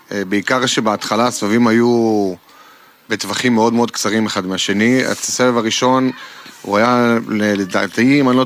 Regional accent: Yad Natan, Southern District, Israel; now in Sderot, Israel; גדלתי במושב יד נתן, ובעצם במרוץ השנים עברתי לסדרות.

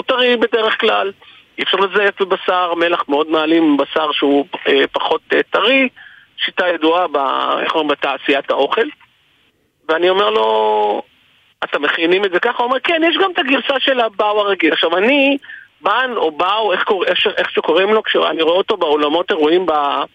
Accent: Givatayim, Tel Aviv District, Israel; יש בדרום גבעתיים מרכז מסחרי. אני גדלתי בדרום גבעתיים. את שנות הילדות שלי והנערות שלי עברתי שם, את קצה שנות הנערות שלי עברתי שם.

